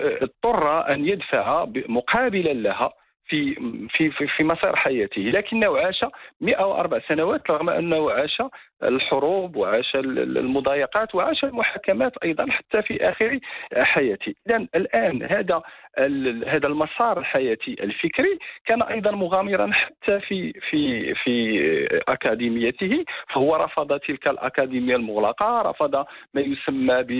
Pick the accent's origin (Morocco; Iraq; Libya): Morocco; أننا كمغاربة